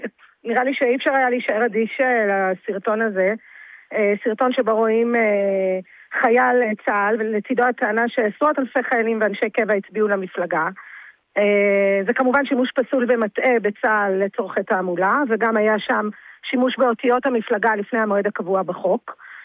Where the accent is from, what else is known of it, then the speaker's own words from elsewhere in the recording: Ramla, Central District, Israel; אני אישה מזרחית, גדלתי ברמלה, על ערכי המסורת.